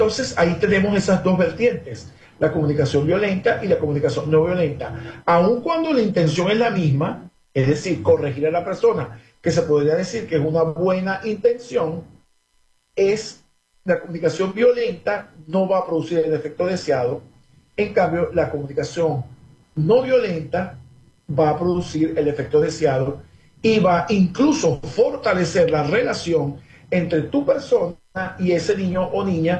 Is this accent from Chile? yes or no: no; Venezuela; si nosotros estamos como venezolanos o culturalmente condicionados a comunicarnos violentamente